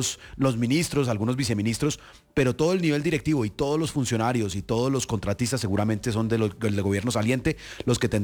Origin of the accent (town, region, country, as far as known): Colombia